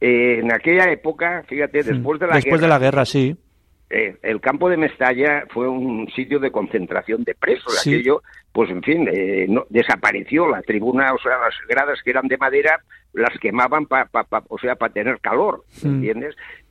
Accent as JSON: {"language": "Spanish", "town": "Valencia", "region": "Valencian Community", "country": "Spain", "tie": "born there", "said": "O sea, yo nací en Valencia"}